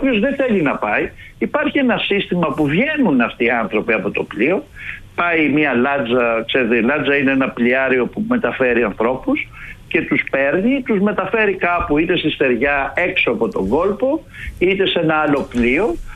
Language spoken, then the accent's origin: Greek; Greece; Κάποτε ήμασταν εμείς οι Έλληνες